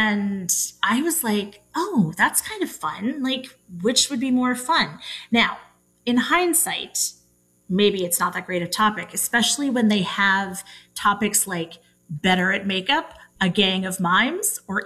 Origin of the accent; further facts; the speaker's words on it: East Coast, United States; So first of all, I grew up on the East Coast where we had the piles of snow, deciduous trees like you read about.